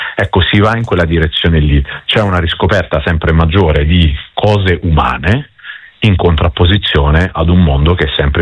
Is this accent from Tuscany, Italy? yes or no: no; Rome, Lazio, Italy; Come sai, sono di origine campana, ma cresciuto nelle borgate romane